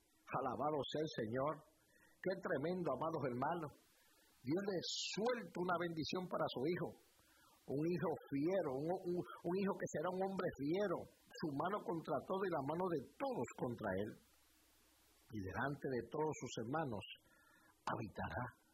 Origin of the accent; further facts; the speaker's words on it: Texas, United States; Mire, yo vengo de Texas